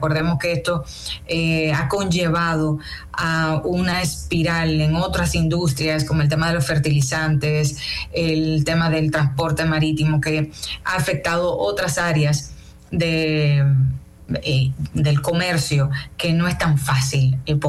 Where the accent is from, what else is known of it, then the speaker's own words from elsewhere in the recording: Dominican Republic; entender cómo ciudadano y como dominicano, cómo esto nos afecta